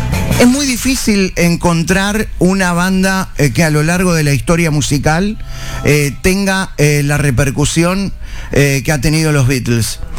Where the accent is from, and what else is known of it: Uruguay